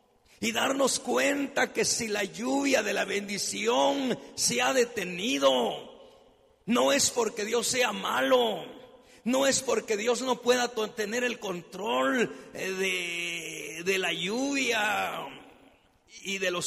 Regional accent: San Pedro, Guatemala; moved away; Allá en mi pueblo había muchos ríos. Había un río que nosotros le llamábamos el Regadío, porque era un río bien bonito, con agua limpia, bastantes árboles

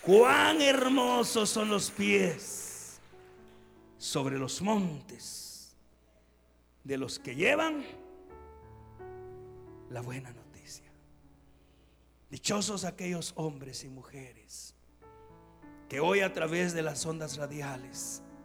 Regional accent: Guatemala

